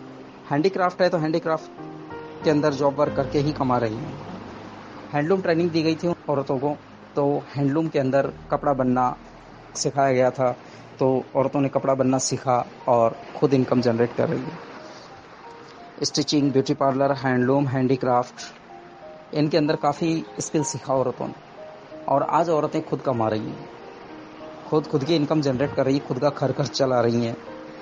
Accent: Gijgarh, Rajasthan, India; मैं राजस्थान के दौसा जिले के सिकराय तहसील के गिजगढ़ गांव का रहने वाला हूँ

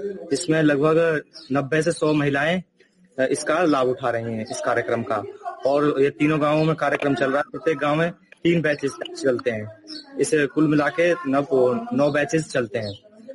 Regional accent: Mewat, India; हमारे इस पिछड़े इलाके मेवात में

